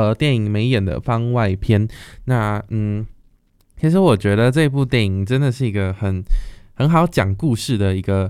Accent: Nantou County, Taiwan; born there; moved away as an adult; also born or lived in Taipei; 我自己的故事是我从小刚出生的时候，刚出生大概一个礼拜的时候，我就被奶奶接回去南投那边，所以其实从小到大几乎都是我奶奶照顾我长大，直到我国小的时候有回来台北读书

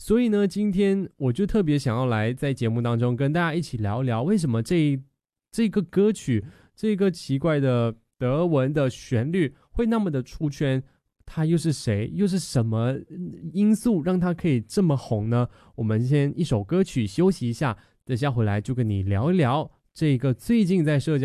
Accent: Malaysia; 我们都一定会回马来西亚，一定会回我们的家乡

